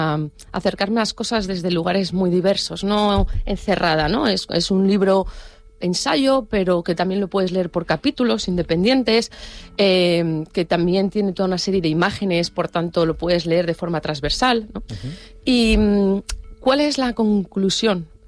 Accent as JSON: {"language": "Spanish", "town": "Madrid", "region": "Community of Madrid", "country": "Spain", "also_born_or_lived": "Canary Islands", "moved": "yes", "said": "Y yo me considero, otro tema con el que estoy trabajando, que me apetece mucho seguir andando sobre él, que soy madrileña, ¿no? Soy una mezcla entre las islas y Madrid."}